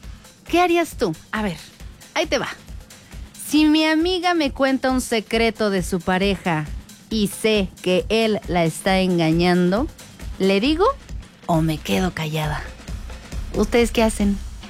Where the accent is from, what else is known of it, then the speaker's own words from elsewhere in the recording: San Juan del Río, Querétaro, Mexico; yo soy de San Juan del Río, de la Tierra de las Palomas. Y ahí les va un dato curioso. … justamente por la tierra de las palomas.